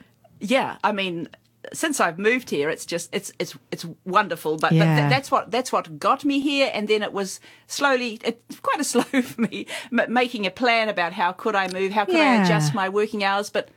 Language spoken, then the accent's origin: English; Christchurch, Canterbury, New Zealand; also born or lived in Singapore; Originally, I'm from Ōtautahi, Christchurch. Yeah, that's where I'm from originally. And I grew up there. Went to school there. Spent some time. My dad was in the army. Spent some time in Singapore for a couple of years.